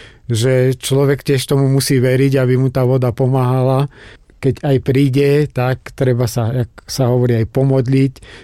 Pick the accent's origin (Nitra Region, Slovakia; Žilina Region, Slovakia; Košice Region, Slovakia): Žilina Region, Slovakia; Klokočov; Bol som tu už kedysi ako malý chalán, pochádzam z obce Klokočov, z vedľajšej.